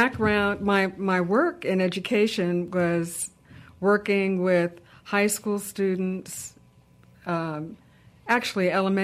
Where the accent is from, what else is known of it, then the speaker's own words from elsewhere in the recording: Tucson, Arizona, United States; moved away as an adult; now in Riverside County, California, United States; Well, originally, I'm from Tucson, Arizona.